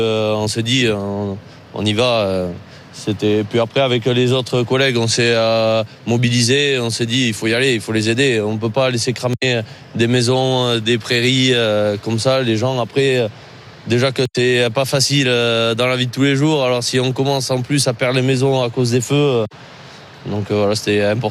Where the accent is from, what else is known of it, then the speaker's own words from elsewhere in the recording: Nouvelle-Aquitaine, France; ça aurait été chez nous dans le Médoc, on aurait été content qu'il y ait plein de gens qui viennent nous aider